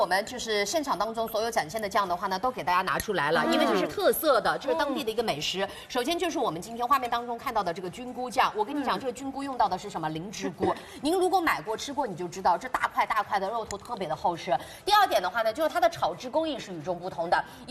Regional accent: Jiangxi, China; 我是江西人，虽然能吃辣

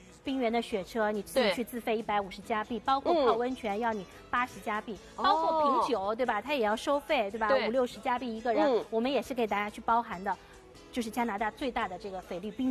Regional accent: China

